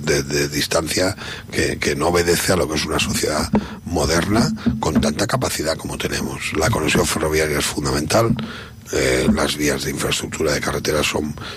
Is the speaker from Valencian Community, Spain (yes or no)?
yes; Valencian Community, Spain; como alicantinos o alicantinas, habitemos donde habitemos en España